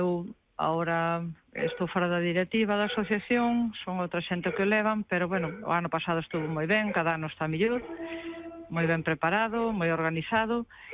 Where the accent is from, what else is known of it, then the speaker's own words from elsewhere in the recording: Arcos, Galicia, Spain; Eu considero que as miñas compañeiras do meu pobo de Arcos nin son millores nin peores que a min.